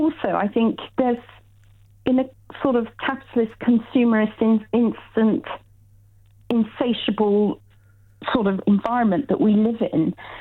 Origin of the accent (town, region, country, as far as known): United Kingdom